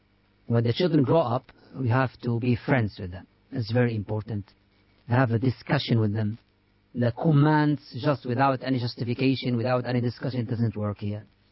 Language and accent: English; United Arab Emirates; moved away; I grew up in Emirates, not in Mauritania.